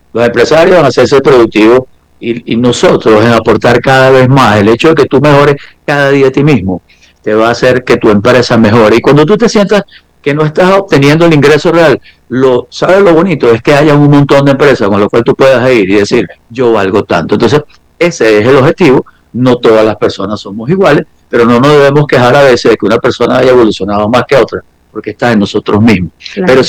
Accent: Caracas, Capital District, Venezuela; born there; Yo nací en los Magallanes de Catia.

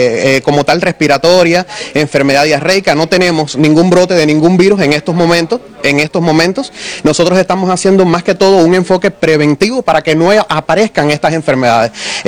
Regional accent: Cuba; moved away as an adult; now in Venezuela; para mí es un orgullo ser médico cubano

